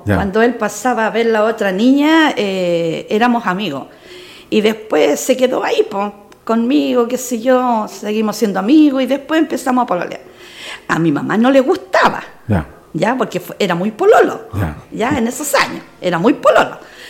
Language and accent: Spanish; Quillota, Valparaíso, Chile; Yo soy nací y criada hasta los 10 años ahí en calle Carrera. Carrera con, antes de llegar a Pudeto